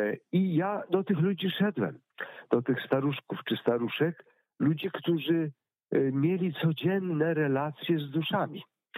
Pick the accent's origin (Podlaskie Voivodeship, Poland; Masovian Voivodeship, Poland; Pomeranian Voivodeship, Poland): Pomeranian Voivodeship, Poland; born or raised there